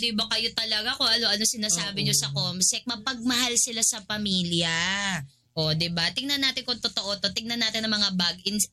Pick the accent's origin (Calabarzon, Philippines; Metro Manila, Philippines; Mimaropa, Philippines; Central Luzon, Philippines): Metro Manila, Philippines; Manila; Like ako, taga-tondo ako.